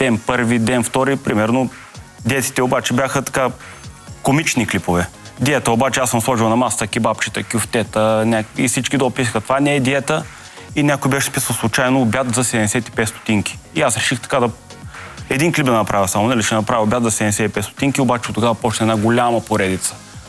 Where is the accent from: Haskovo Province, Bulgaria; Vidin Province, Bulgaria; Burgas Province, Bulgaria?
Haskovo Province, Bulgaria; Ivaylovgrad; Ивайловград е едно много хубаво градче в Югоизточна България.